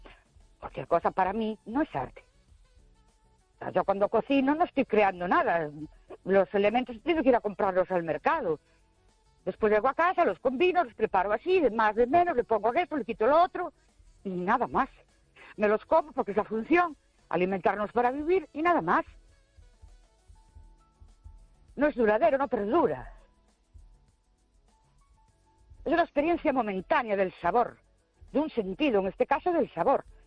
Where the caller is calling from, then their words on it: Ourense, Galicia, Spain; Buenas noches … de Orense.